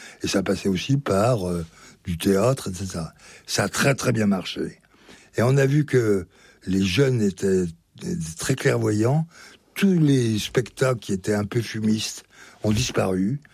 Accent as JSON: {"language": "French", "town": "Belley", "region": "Auvergne-Rhône-Alpes", "country": "France", "tie": "born or raised there", "said": "je suis chez moi à Belley. Mes parents, mon père y a exercé son activité économique et en même temps était premier adjoint. Ma mère est née là et nous a élevés ici."}